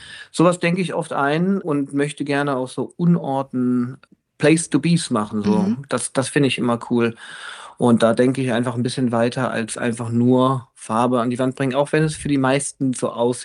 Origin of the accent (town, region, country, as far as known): Aachen, North Rhine-Westphalia, Germany